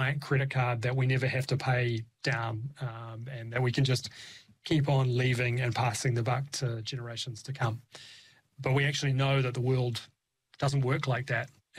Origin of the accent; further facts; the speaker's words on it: Christchurch, Canterbury, New Zealand; growing up in Christchurch